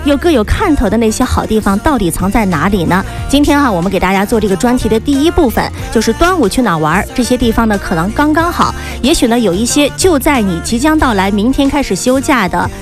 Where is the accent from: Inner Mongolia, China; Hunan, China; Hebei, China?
Inner Mongolia, China; Xilingol